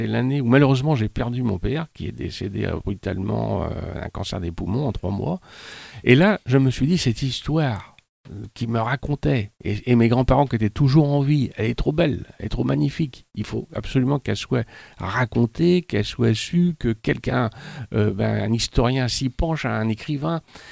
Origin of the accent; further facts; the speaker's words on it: Saint-Nazaire, Pays de la Loire, France; born there; Ma mère est française. Et donc. Je suis né en 1960 à Saint-Nazaire, donc je connais très très bien ce terroir-là, toute cette communauté-là.